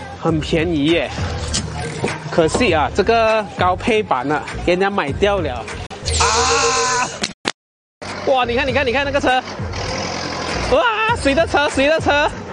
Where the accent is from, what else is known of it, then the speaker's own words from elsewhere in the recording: Miri, Sarawak, Malaysia; 因为我来自米粒嘛